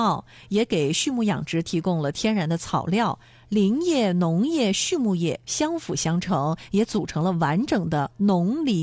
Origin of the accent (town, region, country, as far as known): Dalian, Liaoning, China